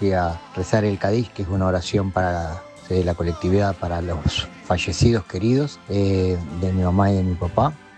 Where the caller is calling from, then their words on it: Pilar, Buenos Aires Province, Argentina; yo soy de Pilar, estoy escuchando el programa de Birmacher que me encanta